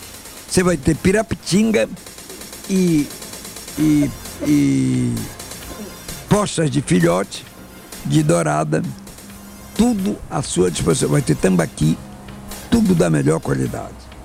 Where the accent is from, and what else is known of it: Macapá, Amapá, Brazil; born there